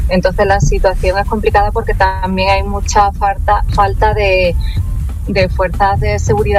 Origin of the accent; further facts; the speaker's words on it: Ceuta, Spain; born there; yo soy de aquí, yo soy de Ceuta, nacida en Ceuta, tengo aquí a toda mi familia